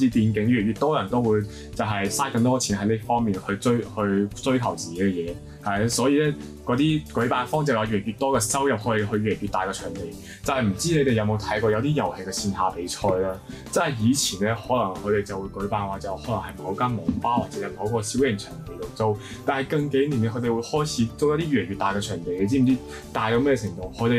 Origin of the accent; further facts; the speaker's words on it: Macau; 因為我是澳門人，澳門有一個碼頭是外國碼頭的